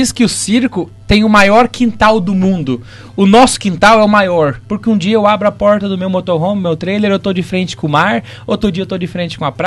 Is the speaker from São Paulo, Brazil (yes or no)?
no; Rio Grande do Sul, Brazil; lá no meu Rio Grande do Sul, que eu sou gaúcho